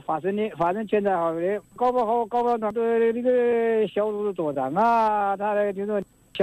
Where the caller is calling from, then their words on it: Zhejiang, China; 我是浙江的。